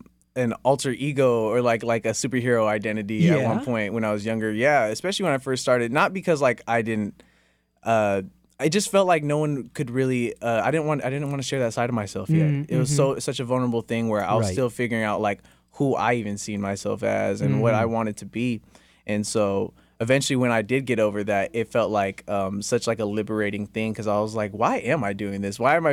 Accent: Tracy, California, United States; No. I'm born and raised in Tracy.

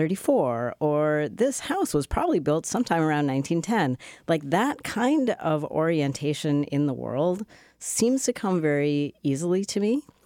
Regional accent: Wisconsin, United States; I grew up in Wisconsin

